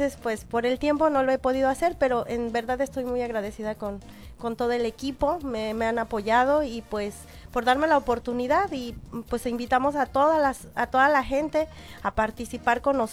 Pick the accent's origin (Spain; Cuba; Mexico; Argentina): Mexico; State of Mexico; yo soy del Estado de México, no soy del Estado de Puebla